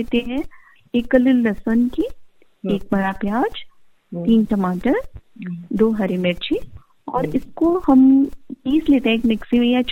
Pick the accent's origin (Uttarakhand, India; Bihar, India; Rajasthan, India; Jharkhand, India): Rajasthan, India; now in Bangalore, India; क्योंकि दाल बाटी के साथ हम राजस्थानी लोगों को कुछ तो चटकारा चाहिए ही